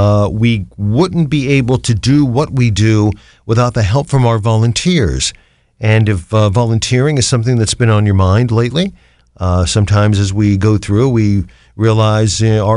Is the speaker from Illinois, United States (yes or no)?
no; Canton, Ohio, United States; Non-commercial public radio for Akron and my hometown of Canton, the Hall of Fame City at 91.3 FM.